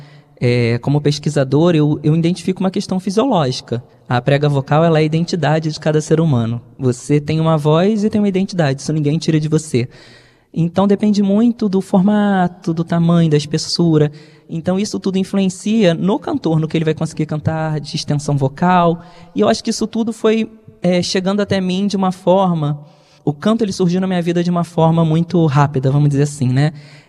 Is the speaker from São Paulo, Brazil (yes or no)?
no; Rio de Janeiro, Brazil; eu sou da região do Vale do Café